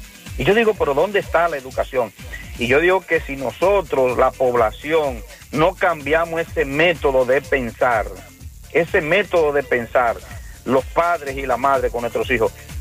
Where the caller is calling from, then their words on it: Moca, Espaillat, Dominican Republic; Buenos días, mi pueblo mocano